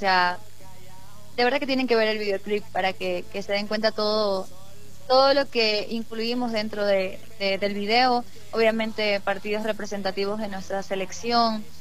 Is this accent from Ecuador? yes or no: yes; Quevedo, Los Ríos, Ecuador; Yo soy de Quevedo.